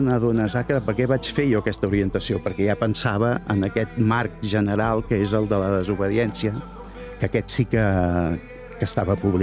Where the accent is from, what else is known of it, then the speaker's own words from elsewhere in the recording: Cornellà de Llobregat, Catalonia, Spain; Jo soc de Cornellà i a Cornellà els grafits han estat en la meva vida des de que vaig néixer.